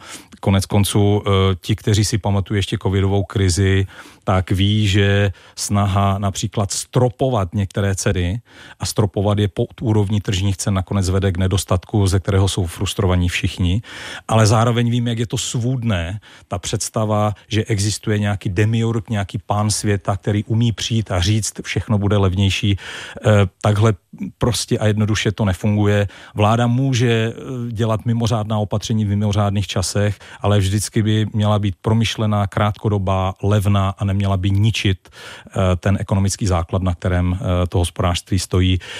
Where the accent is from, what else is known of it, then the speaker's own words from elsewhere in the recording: Zlín, Zlín Region, Czechia; jako Zlíňák si pamatuju to Baťovo heslo, buď práci čest.